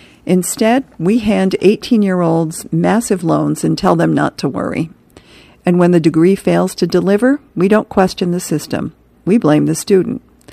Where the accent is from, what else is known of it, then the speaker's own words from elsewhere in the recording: Danville, Illinois, United States; In my hometown of Danville, Illinois, only about 17% of adults have one.